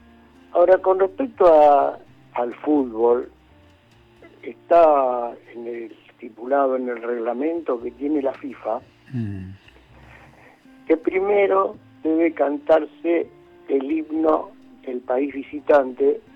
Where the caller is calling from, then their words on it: Boulogne, Buenos Aires Province, Argentina; de Boulogne.